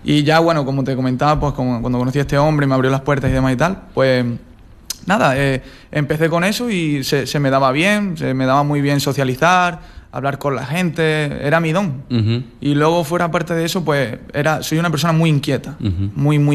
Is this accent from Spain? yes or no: yes; Mérida, Extremadura, Spain; moved away as an adult; now in Lanzarote, Spain; Yo vengo de Extremadura, en Mérida, uh-huh. Pecho lata, romano.